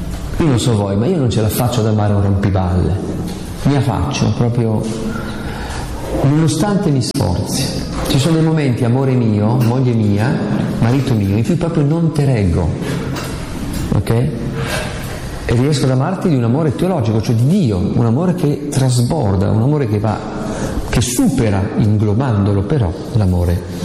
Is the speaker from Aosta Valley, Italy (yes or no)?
yes; Aosta Valley, Italy; chi viene in vacanza in Valle d'Aosta conosce bene: dalle mie parti non manca l'acqua, c'è acqua ovunque